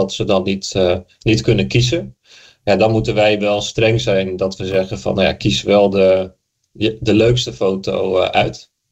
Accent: Almere, Flevoland, Netherlands; Ik ben natuurlijk geboren en getogen in Almere.

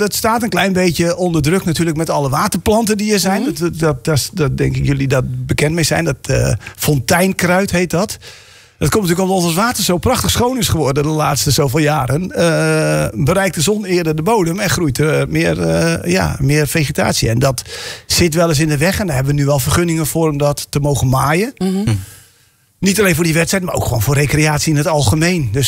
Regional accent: Netherlands; Watersport is natuurlijk, dat zit in onze DNA als Nederlanders.

